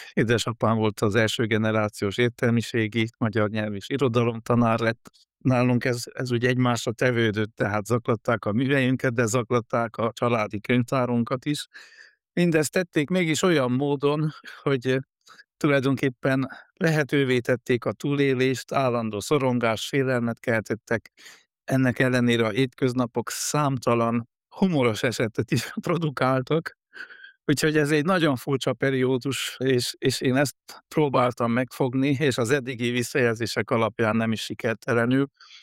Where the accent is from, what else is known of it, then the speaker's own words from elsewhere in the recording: Covasna, Romania; én kovásznai származású vagyok, Kovászné kis fürdővárosa Kárpát-kanyarban